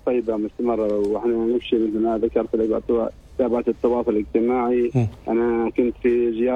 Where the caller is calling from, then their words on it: Oman; وعماننا نظيفة دائما